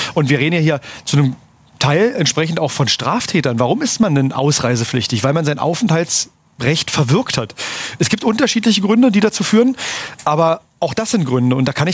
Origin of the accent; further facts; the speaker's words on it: Stendal, Saxony-Anhalt, Germany; Wir haben in Stendal, da oben, wo ich herkomme, eine Aufnahmeeinrichtung